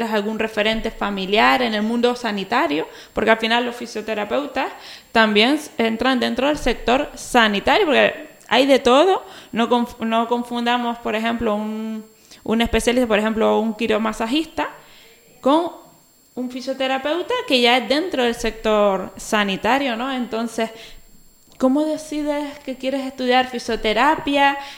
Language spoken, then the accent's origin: Spanish; Telde, Canary Islands, Spain; yo que soy de Telde